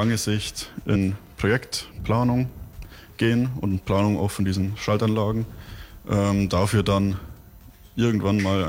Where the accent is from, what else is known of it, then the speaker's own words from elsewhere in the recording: Magdeburg, Saxony-Anhalt, Germany; now in Wunsiedel, Germany; Ich komme aus Magdeburg.